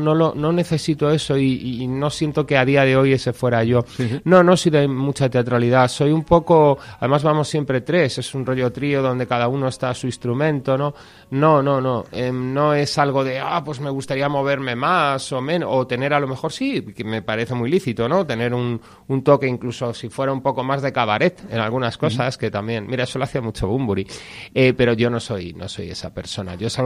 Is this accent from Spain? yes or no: yes; Madrid, Community of Madrid, Spain; yo llevo viviendo 44 años en Carabanchel, pero vamos, mis raíces creo que por parte paterna eran del centro de Madrid. Yo nací en un hospital de Chamberí y por parte materna, que es con los que me he criado, ellos venían de La Mancha.